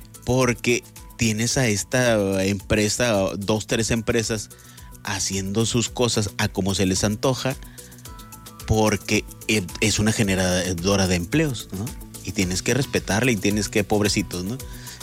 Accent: Mazatlán, Sinaloa, Mexico; born there; moved away; en mi pueblo, en Mazatlán, también había eso

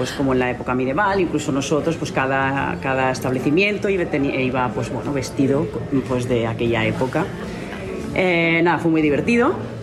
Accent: Reus, Catalonia, Spain; now in Peratallada, Spain; Yo soy de Reus.

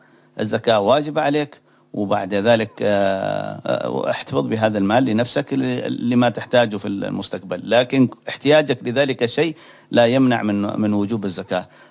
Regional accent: Yemen; وخصوصا عندنا في اليمن كنا نعرف حاله أنهن يقومن بخدمة البيوت

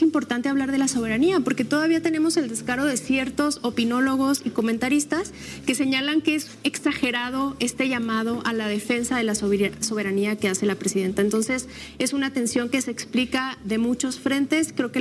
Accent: Mexico; nosotros como mexicanos

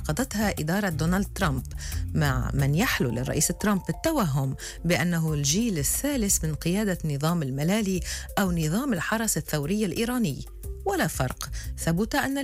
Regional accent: Lebanon; نحن تعبنا كلبنانية

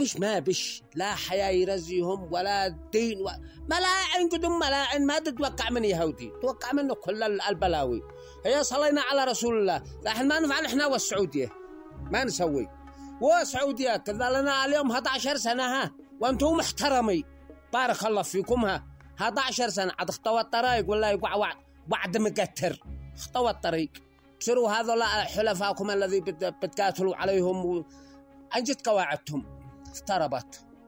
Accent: Yemen; بالنسبة لنا احنا كشعب يمني حاضرين جاهزين مستعدين

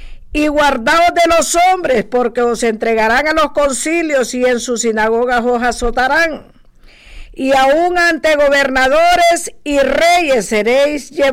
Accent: Honduras; en mi país, en Honduras

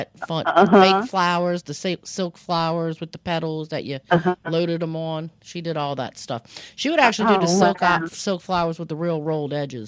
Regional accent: Lakeview, Louisiana, United States; I grew up in Lakeview.

